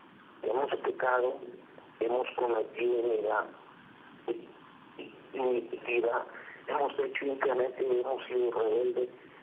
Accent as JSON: {"language": "Spanish", "country": "Mexico", "said": "cada uno de los que conformamos nuestra nación, México."}